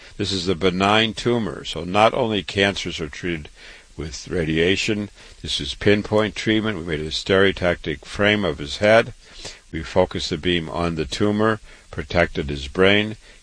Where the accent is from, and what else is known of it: Waterloo, Iowa, United States; born or raised there